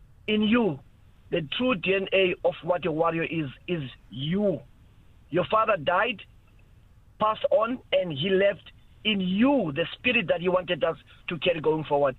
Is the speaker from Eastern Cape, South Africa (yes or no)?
yes; Port Elizabeth, Eastern Cape, South Africa; I'm in PE, born and bred. In fact, I was born in Cape Town, then I grew up in PE.